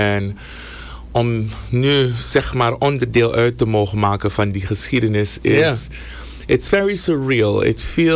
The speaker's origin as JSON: {"language": "Dutch", "country": "Suriname"}